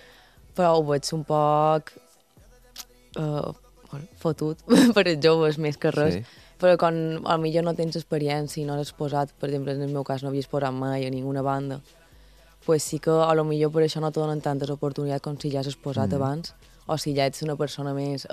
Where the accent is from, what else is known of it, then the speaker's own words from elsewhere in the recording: Palma, Balearic Islands, Spain; Sí, jo soc de Palma.